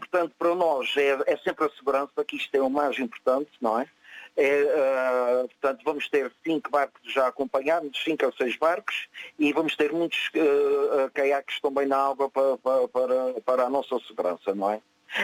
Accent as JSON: {"language": "Portuguese", "region": "Azores", "country": "Portugal", "said": "Nós os Açores."}